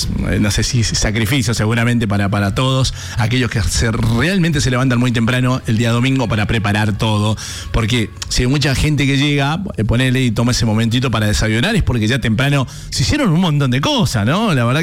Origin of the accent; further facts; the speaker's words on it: Mendoza, Argentina; como ciudadanos argentinos, amamos Mendoza, amamos nuestro país